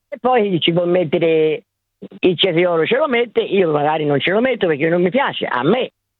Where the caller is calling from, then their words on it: Tuscany, Italy; io sono toscana